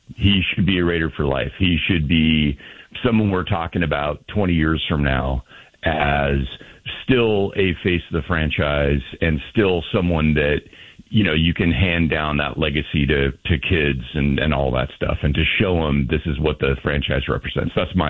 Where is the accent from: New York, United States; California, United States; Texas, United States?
California, United States; Oakland; I'm 62, born and raised in Oakland